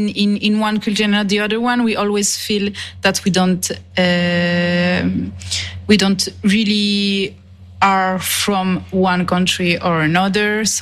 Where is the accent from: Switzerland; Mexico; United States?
Switzerland; English is a second language; My father's come from Switzerland, my mother come from Guatemala, and I grew up in Switzerland.